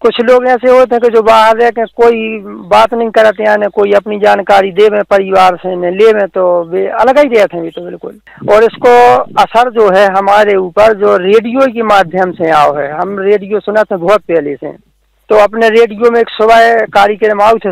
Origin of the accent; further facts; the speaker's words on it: Madhya Pradesh, India; हमारा गांव सागर से है लगभग 35 किलोमीटर के आसपास और जो दक्षिण दिशा में है सागर से लगभग। गांव का नाम है धुरा।